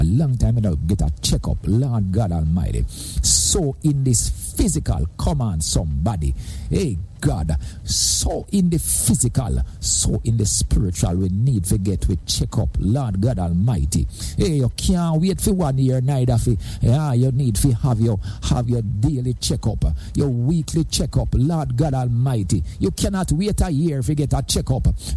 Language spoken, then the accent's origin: English; Jamaica